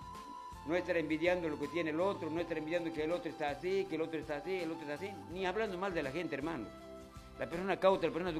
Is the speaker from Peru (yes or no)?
yes; Peru; como ciudadano, como peruano en nuestra provincia de Parabatá.